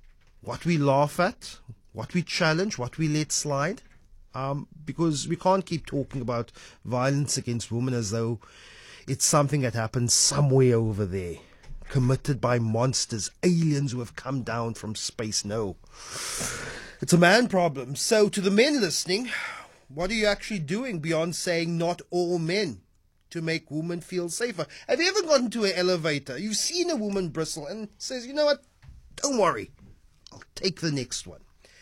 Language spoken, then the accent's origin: English; South Africa; I am a South African man.